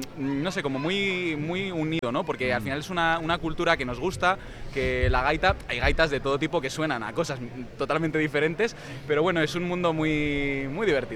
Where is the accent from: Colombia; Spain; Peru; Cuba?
Spain; Madrid, Community of Madrid; es una banda que nace de la tradición gallega. Nosotros somos de Madrid.